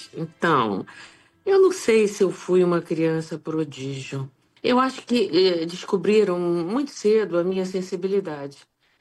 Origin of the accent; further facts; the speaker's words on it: Rondônia, Brazil; born there; não sei se você sabe que eu nasci em Rondônia.